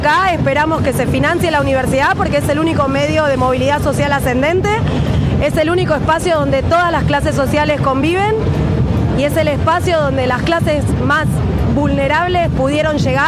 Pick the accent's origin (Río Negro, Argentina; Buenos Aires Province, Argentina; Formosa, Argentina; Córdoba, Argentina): Buenos Aires Province, Argentina; La Matanza; soy de La Matanza, soy docente, soy estudiante universitaria.